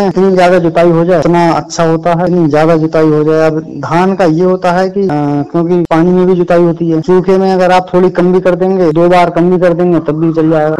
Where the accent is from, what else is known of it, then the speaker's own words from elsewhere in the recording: Bhula Nabipur, Uttar Pradesh, India; मेरा गांव पड़ता है भूला नबीपुर ब्लॉक बहेड़ी में, तहसील बहेड़ी जिला बरेली।